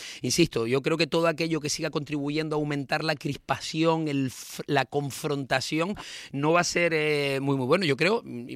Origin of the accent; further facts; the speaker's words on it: Canary Islands, Spain; a mí, como canario, me preocupa saber qué ideas tienen para Canarias.